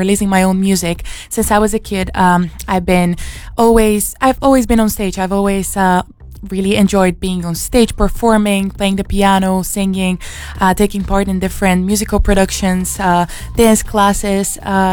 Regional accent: Bulgaria; moved away as an adult; now in United Kingdom; Yeah, I grew up in Bulgaria, but 2 years ago I moved here for pursuing my music career.

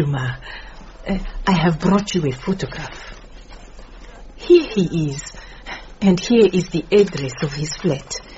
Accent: Francistown, North-East District, Botswana; now in Mochudi, Botswana; I am originally from Francistown, but now I live in Mochudi. And that is where I am working at the moment.

